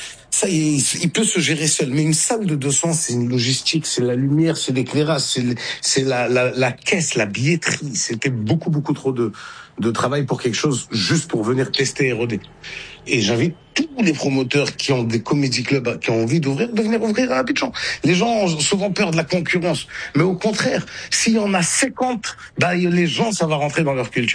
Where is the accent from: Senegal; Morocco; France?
Morocco; Nous, on vient du Maroc à la base.